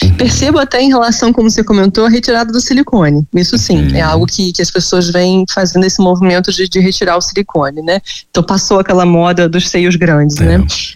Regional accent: Rio de Janeiro, Brazil; Eu sou do Rio

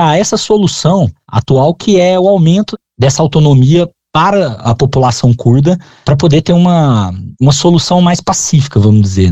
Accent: Brazil; para nós que somos brasileiros

